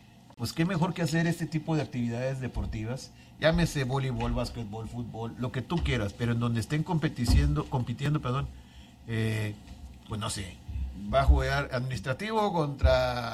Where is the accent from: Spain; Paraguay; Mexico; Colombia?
Mexico; Guadalupe, Nuevo León; yo soy de Guadalupe, yo vivo en Guadalupe